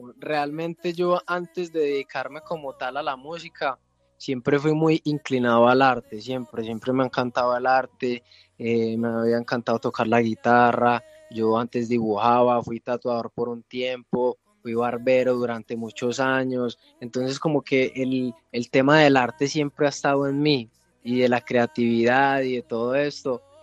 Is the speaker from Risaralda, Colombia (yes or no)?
yes; Pereira, Risaralda, Colombia; now in Medellín, Colombia; yo soy de Pereira. Uh-huh. ¿Sí me entiendes? Yo vivo acá en Medellín y todo, pero pues yo soy de Pereira, toda mi familia está en Pereira